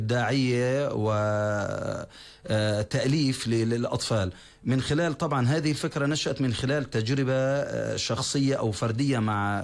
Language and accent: Arabic; Syria